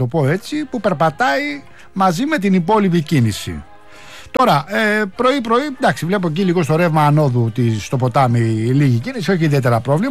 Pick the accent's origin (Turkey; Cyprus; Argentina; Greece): Greece; Rafina, Attica; έχουμε, λέει, ζητηματάκια μπόλικα αναφορικά με την πατρίδα μου στη Ραφίνα.